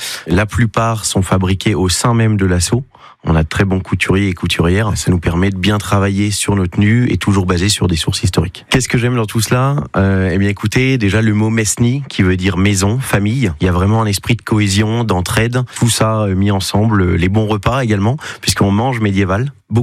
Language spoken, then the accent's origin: French; Blois, Centre-Val de Loire, France; born there; now in Le Mans, France; j'ai 28 ans, je suis né à Blois et je suis sur le Mans depuis environ 8 ans.